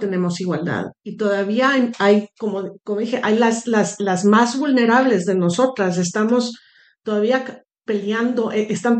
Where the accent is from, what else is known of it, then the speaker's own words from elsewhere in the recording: Denmark; Entonces yo hablo con la perspectiva de que yo soy blanca, danesa, con ese privilegio, ¿no?